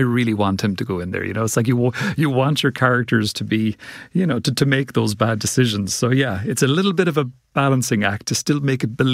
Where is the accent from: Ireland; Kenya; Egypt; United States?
Ireland; Cork, County Cork; so I'm from Cork, which is in the southwest of Ireland. So it's a lovely place.